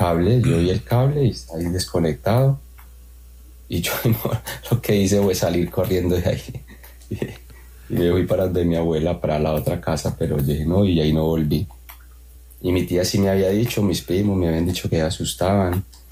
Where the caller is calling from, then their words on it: Spain; Desde España.